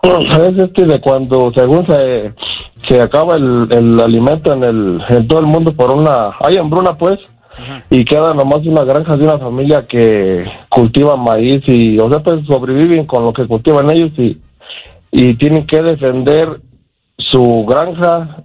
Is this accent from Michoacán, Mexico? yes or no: yes; Michoacán, Mexico; Aquí no he salido de este rancho